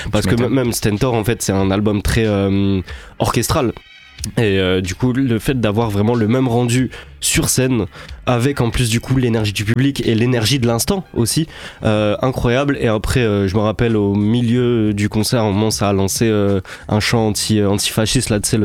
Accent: the north of France, France; Je suis quelqu'un du nord.

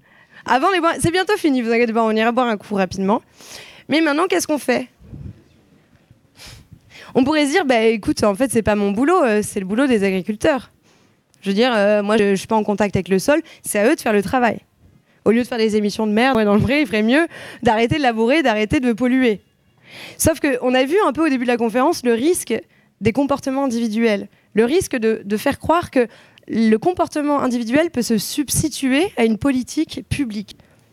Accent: Réunion; born there; J'avoue, je suis née à la Réunion

